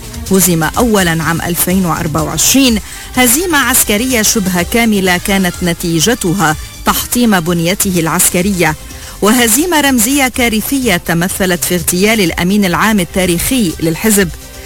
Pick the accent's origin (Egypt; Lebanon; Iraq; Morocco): Lebanon; متى نتصارح كلبنانيين أن تحويل الفشل استراتيجي إلى ملحمة صمود ليس استراتيجية ذكية بل حفلة تكاذب؟